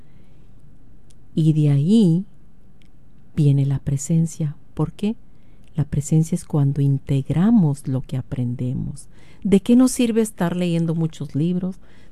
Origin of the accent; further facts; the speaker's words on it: Mexico; now in California, United States; traemos esas costumbres de allá de nuestro México que nos identifica